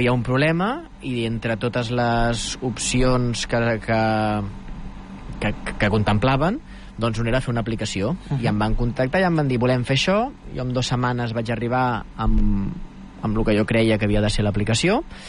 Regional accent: El Vendrell, Catalonia, Spain; Jo he sigut de Vendrell de tota la vida i em considero poc vendrellenc.

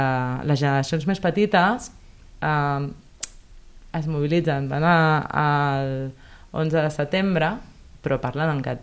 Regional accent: Catalonia, Spain; aquesta identitat com a català

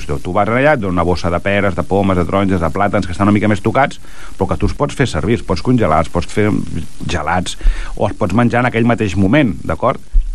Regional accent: Vilassar de Mar, Catalonia, Spain; Jo que soc de Vilassar de Mar, hi ha com 5 o 6 establiments de Vilassar

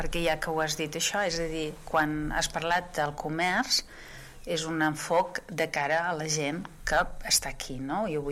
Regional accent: Arenys de Mar, Catalonia, Spain; born there; first language Catalan; Jo soc fruit d'una escola catalanista progressista d'Arenys de Mar

